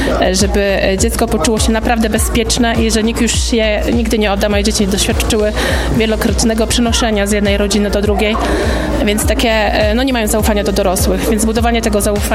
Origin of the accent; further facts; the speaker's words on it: Piotrków Trybunalski, Łódź Voivodeship, Poland; jestem mamą zastępczą w rodzinie niezastępczej i pochodzę z Piotrkowa Trybunalskiego.